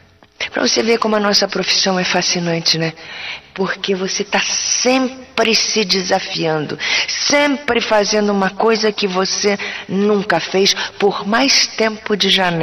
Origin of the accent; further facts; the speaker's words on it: Rio de Janeiro, Brazil; now in São Paulo, Brazil; Sou natural do Rio de Janeiro.